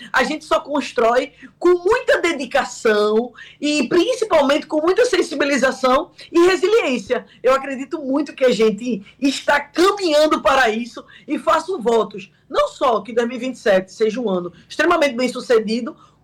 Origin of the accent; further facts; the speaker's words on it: Brazil; a gente é brasileira